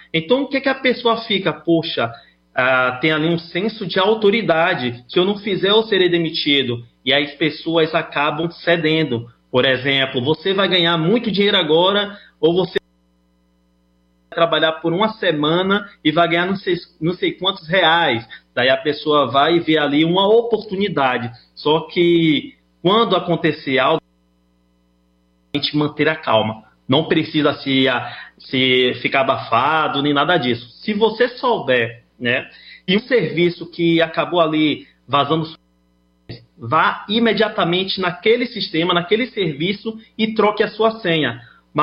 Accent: Salvador, Bahia, Brazil; Não, eu sou de Salvador.

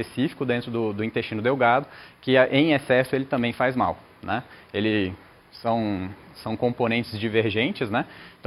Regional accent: Brasília, Federal District, Brazil; eu sou de Brasília.

